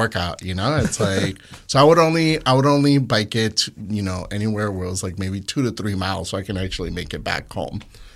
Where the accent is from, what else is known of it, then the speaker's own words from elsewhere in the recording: Loma Dorada, Jalisco, Mexico; English is a second language; now in Chicago, United States; So you know, I grew up in Jalisco. I actually grew up in the a little town called Loma Dorada, which is right below Tonalá